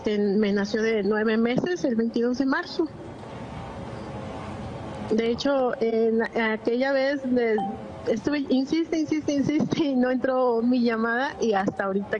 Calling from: Tampico, Tamaulipas, Mexico; de Tampico, Tamaulipas.

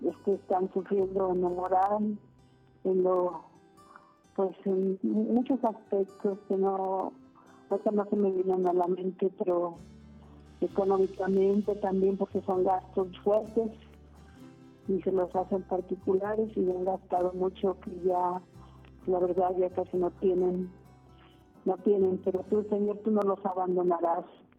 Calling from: Jungapeo, Michoacán, Mexico; De Jungapeo, Michoacán.

